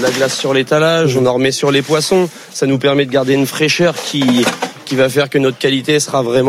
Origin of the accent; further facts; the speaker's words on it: Ouistreham, Normandy, France; On vient de Ouistreham en Normandie.